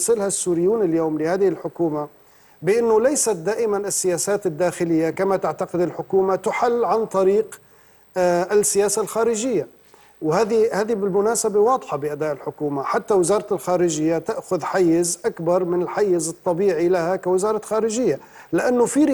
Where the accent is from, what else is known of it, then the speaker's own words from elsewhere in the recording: Syria; أنا شخصيا كسوري